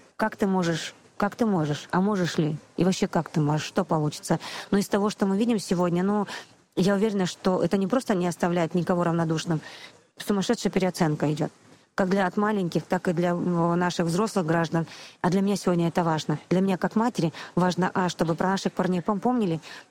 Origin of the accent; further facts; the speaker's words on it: Russian Far East, Russia; Я дальневосточник.